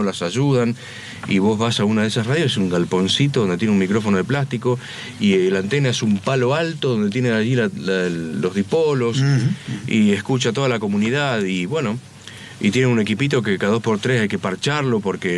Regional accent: Argentina; moved away

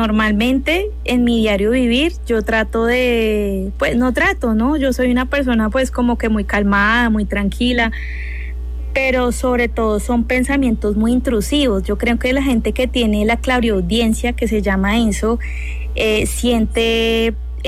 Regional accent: Tolima, Colombia; yo soy del Tolima, yo no soy paisa

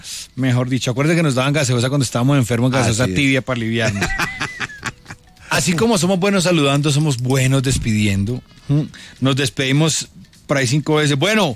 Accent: Colombia

